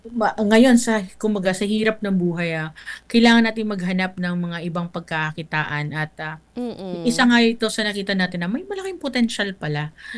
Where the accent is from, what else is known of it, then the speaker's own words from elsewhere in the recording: Bicol Region, Philippines; dito sa Catanduanes, ano, kasi siyempre, taga-Catanduanes ako.